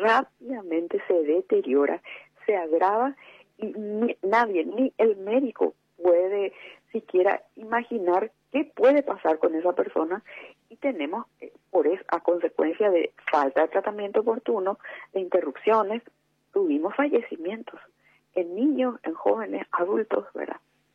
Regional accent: Paraguay; Pero nosotros somos tan paraguayos como el resto, ¿verdad?

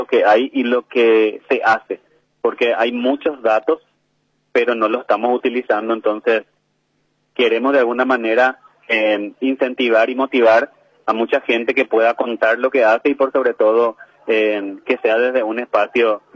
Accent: Asunción, Paraguay; Estuve en el Bañado Sur, soy del Bañado Sur, o sea, nací en el Bañado Sur, soy de la comunidad de San Miguel, en el barrio San Cayetano

